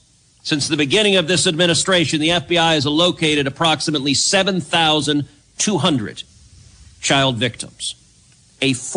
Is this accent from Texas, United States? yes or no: yes; Texas, United States; And across my home state of Texas